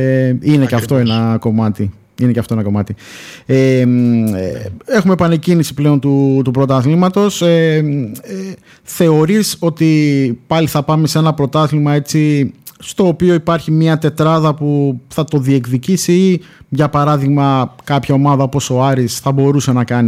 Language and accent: Greek; Thessaloniki, Central Macedonia, Greece; μιας και είμαστε από Θεσσαλονίκη